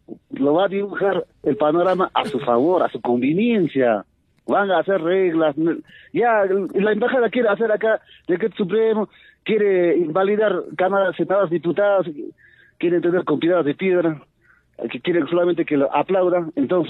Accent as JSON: {"language": "Spanish", "country": "Peru", "said": "Quien va a defender la patria somos los peruanos, de verdad."}